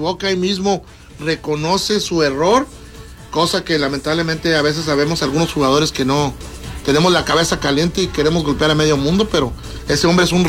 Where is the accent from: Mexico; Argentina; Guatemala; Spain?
Mexico; Nosotros, especialmente como mexicanos